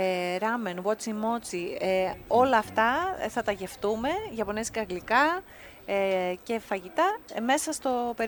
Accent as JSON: {"language": "Greek", "country": "Greece", "said": "εμείς σαν Έλληνες"}